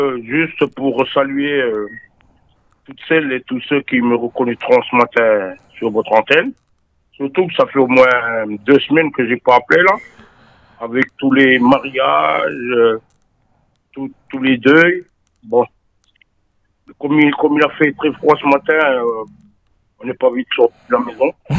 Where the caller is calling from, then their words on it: Lifou, Loyalty Islands Province, New Caledonia; De l'Ifou.